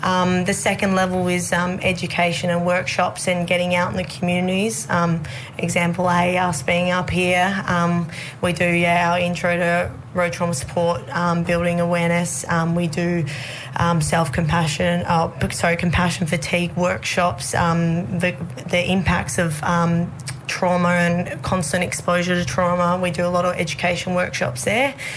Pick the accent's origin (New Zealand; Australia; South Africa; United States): Australia; Northam, Western Australia; now in Perth, Australia; I'm originally from the Wheat Belt, a town called Northam. But yeah, living in Perth now